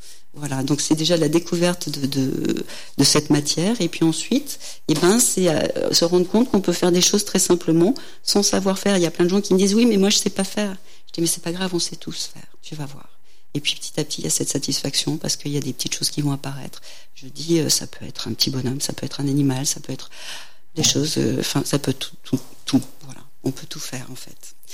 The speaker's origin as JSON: {"language": "French", "town": "Grenoble", "region": "Auvergne-Rhône-Alpes", "country": "France", "tie": "born or raised there", "lives_now": "Mens, France", "said": "Je suis née à Grenoble. Et en fait, j'ai attaqué à l'âge de 7 ans dans un atelier poterie d'une maison de l'enfance, à Prémol, au village olympique à Grenoble."}